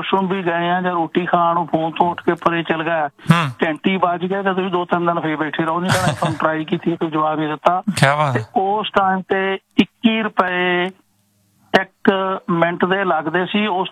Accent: Bopara, Punjab, India; ਮਤਲਬ ਜਿਹੜਾ ਸਾਡਾ ਪਿੰਡ ਹੈਗਾ ਜੀ ਬੋਪਾਰਾ ਗੁਰਾਇਆ

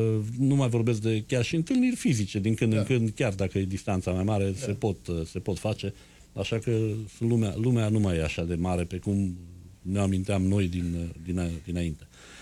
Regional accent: Cluj County, Romania; moved away; eu mă duc anual la Cluj. Ăla e satul meu. E frumos și Morealul, dar satul meu tot Clujul rămâne.

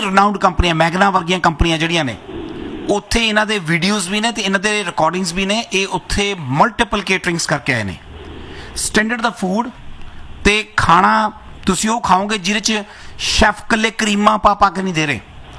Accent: Ludhiana, Punjab, India; moved away; ਮੈਂ ਵੀ ਲੁਧਿਆਣੇ ਤੋਂ ਆ ਜੀ।

